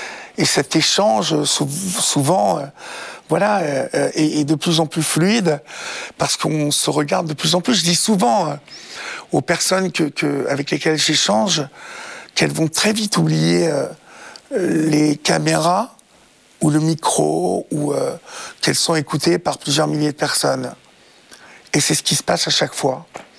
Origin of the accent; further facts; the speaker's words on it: Évreux, Normandy, France; Vous savez cette chanson que j'entendais quand j'étais enfant de chœur à Évreux